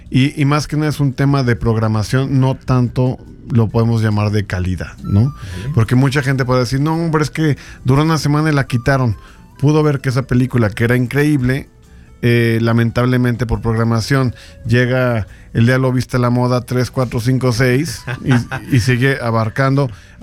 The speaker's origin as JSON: {"language": "Spanish", "region": "San Luis Potosí", "country": "Mexico", "said": "soy de San Luis, pero pues soy mexicano"}